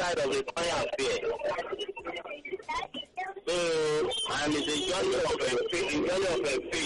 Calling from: Ota, Ogun, Nigeria; I'm calling from Ota.

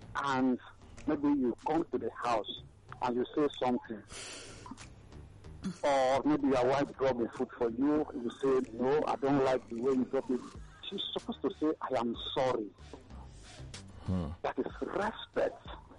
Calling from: Agbado, Lagos, Nigeria; I'm coming from Agbado.

